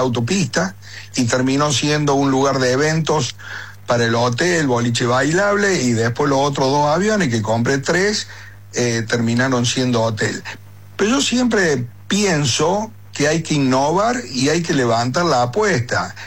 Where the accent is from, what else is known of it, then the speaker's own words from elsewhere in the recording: Argentina; los argentinos, los que nos sentimos que somos argentinos, hagamos por este país maravilloso.